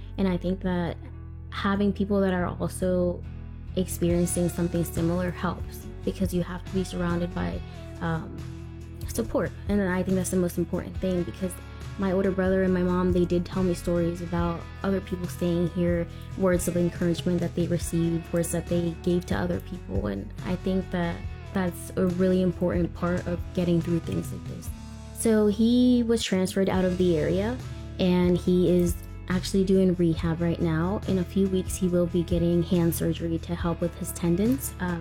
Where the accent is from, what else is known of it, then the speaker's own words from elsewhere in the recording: Savannah, Georgia, United States; from Savannah.